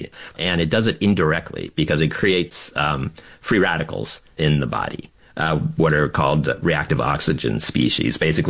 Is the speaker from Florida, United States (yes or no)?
yes; Florida, United States; Like, I grew up in Florida in the 80s and 90s.